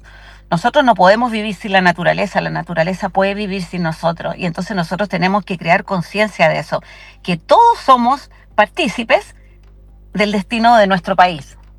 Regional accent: Chile; nosotros mismos como chilenos

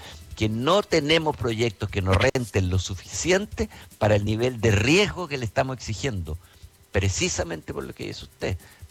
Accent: Chile; con lo pendular que somos los chilenos, y digo pendular para no decir esquizofrénico, psicópata, entre los que me incluyo, a mucho orgullo

